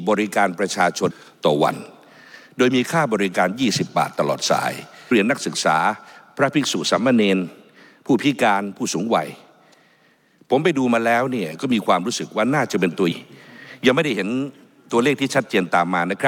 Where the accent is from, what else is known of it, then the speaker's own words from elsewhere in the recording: Bangkok, Thailand; born there; กระผมเป็นชาวกรุงเทพมหานครโดยกำเนิด